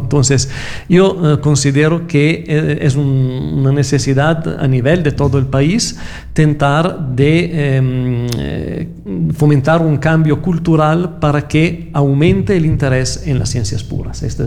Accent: Italy; Spanish is a second language; moved away as an adult; now in Loja, Ecuador; yo soy de Italia. Y en el 2014 yo terminé mi postdoctorado en Italia

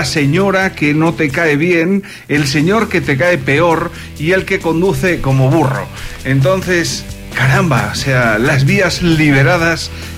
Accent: Ecuador; Es que, como buen ecuatoriano, vamos a la supletoria.

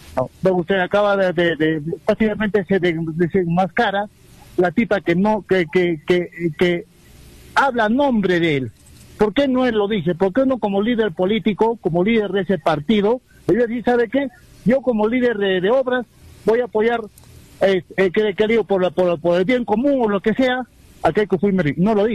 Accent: Arequipa, Peru; Arequipa, yo crecí en la casa de mi abuela, mi bisabuela, que es arequipeña

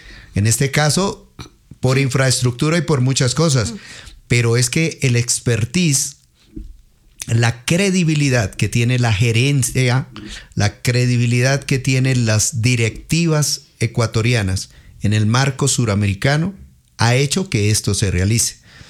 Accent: Colombia; los colombianos hablamos mucho y más los de mi región.

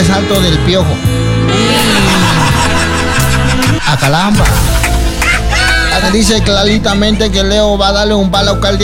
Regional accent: Ecuador; Ecuatorianos somos guapos, ecuatorianos.

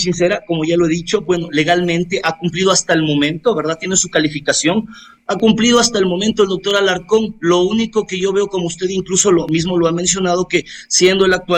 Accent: Ecuador; Y soy un comedido independiente porque soy ciudadano ecuatoriano. Sí, soy hijo de ciudadanos ecuatorianos, hermano de ciudadanos ecuatorianos.

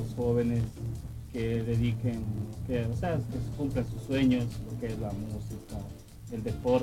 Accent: Ecuador; Como todo un ecuatoriano.

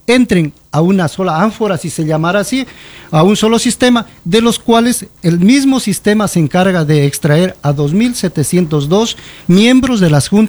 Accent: Zamora-Chinchipe, Ecuador; somos como provincia de Zamora Chinchipe.

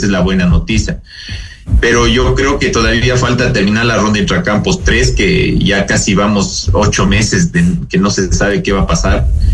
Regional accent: Ecuador; uno como ecuatoriano

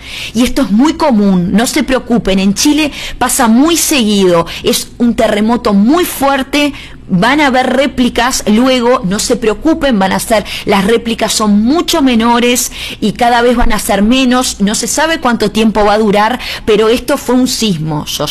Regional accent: Uruguay; como uruguaya que soy, no tenía ni idea ni que la alarma me estaba anunciando un sismo

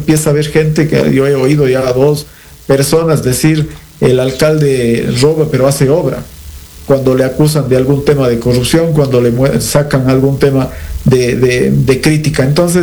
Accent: Ecuador

